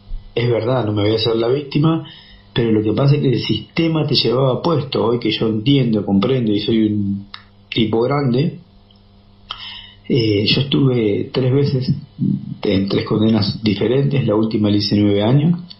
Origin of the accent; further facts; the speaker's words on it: Lomas de Zamora, Buenos Aires Province, Argentina; born there; now in General Roca, Argentina; estoy viviendo en la ciudad de General Roca, que es el Alto Valle de Río Negro. Ajá. Pero yo nací en Lomas de Zamora, yo nací entre Fiorito y Villa Albertina, que era Villa de Miseria en ese tiempo